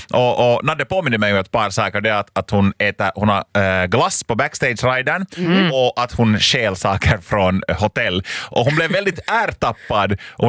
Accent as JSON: {"language": "Swedish", "town": "Lapinjärvi", "region": "Uusimaa", "country": "Finland", "tie": "born or raised there", "said": "om jag hänvisar till min hemort till Lappisk, så nu vet jag ju att det finns mycket bra med kiva människor från Lappisk, och jag tycker ju om orten för att jag är därifrån, det är mitt hem."}